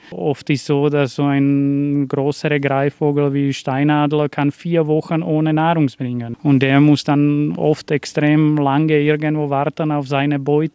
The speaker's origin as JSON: {"language": "German", "country": "Slovakia", "tie": "born or raised there", "second_language": "German", "moved": "as an adult", "lives_now": "Austria", "said": "Bei uns in der Slowakei, das ist wahrscheinlich die einzige Schule in Europa, wo kann man Falknerei lernen."}